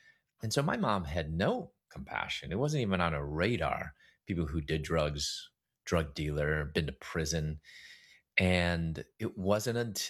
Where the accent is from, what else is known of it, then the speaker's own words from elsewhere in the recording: United States; Being Chinese American